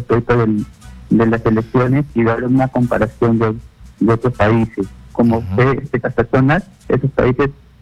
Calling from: Lima, Peru; llamo Dios de Villa El Salvador.

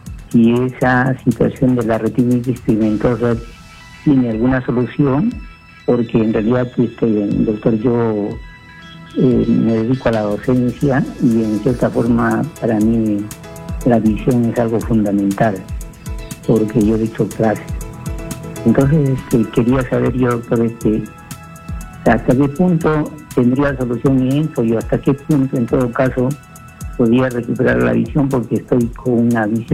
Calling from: La Libertad, Peru; yo soy de La Libertad, señor.

